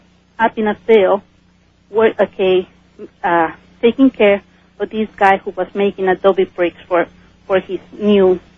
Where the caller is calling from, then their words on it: Akron, Ohio, United States; I'm from Akron, Ohio.